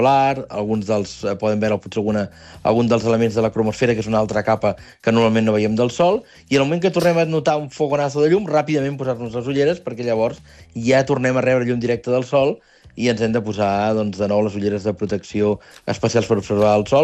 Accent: Barcelona, Catalonia, Spain; moved away as an adult; now in Àger, Spain; jo sóc del barri de Gràcia de Barcelona

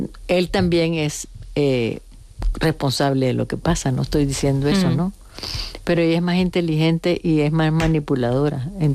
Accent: Nicaragua; yo voy a seguir estando en mis libros como poeta nicaragüense

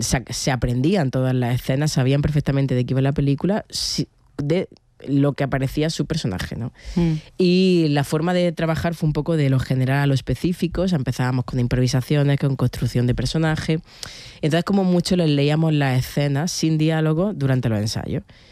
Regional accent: Almería, Andalusia, Spain; moved away; A mí Almería, aparte de evidentemente lo emocional que me conecta, ¿no? Por haberme criado allí, mi familia sigue allí

